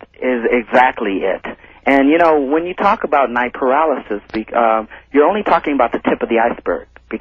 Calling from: Los Angeles, California, United States; I'm from Los Angeles myself.

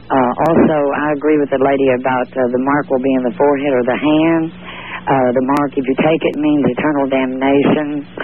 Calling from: Memphis, Tennessee, United States; calling from Memphis, Tennessee.

